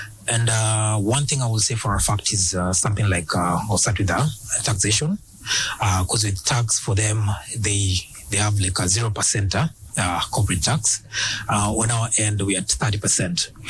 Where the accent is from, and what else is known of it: Kenya